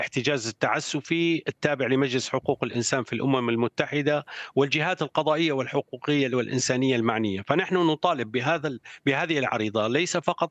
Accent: Syria; now in Jeddah, Saudi Arabia; مسؤوليتنا كسوريين، مسؤوليتنا كمواطنين سوريين.

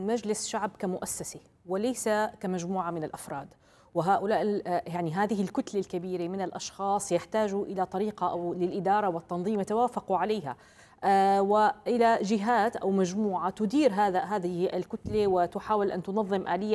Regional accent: Syria; نحن نريد أن كسوريين

